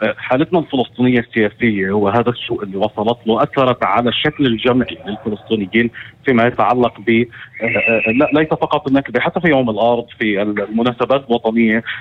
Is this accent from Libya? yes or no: no; Lod, Central District, Israel; أنا زوجتي لاجئة من يافا وأنا من الليد